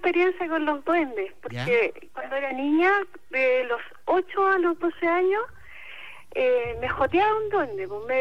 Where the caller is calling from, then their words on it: Coronel, Biobío, Chile; Yo soy de Coronel.